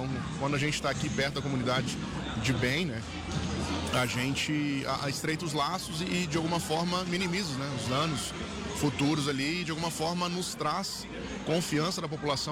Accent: Minas Gerais, Brazil; now in Soledade, Brazil; eu não sou gaúcho, né? Eu sou mineiro

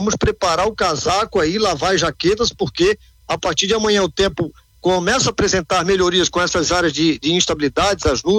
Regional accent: Itajaí, Santa Catarina, Brazil; nossa querida Itajaí, a minha terra natal.

